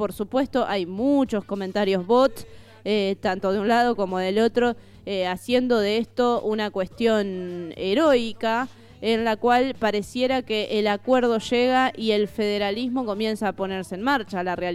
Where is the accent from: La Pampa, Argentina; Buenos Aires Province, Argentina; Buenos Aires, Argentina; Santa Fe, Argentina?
Santa Fe, Argentina; nosotros como santafesinos